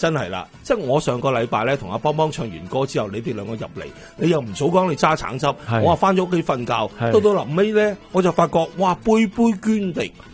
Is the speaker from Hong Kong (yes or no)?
no; Canada; 我哋加拿大人